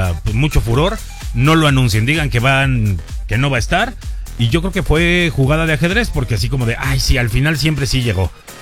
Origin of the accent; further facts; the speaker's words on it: Mexico; a nivel mundial el termómetro de la calidez y de cómo somos los mexicanos como anfitriones está a tope.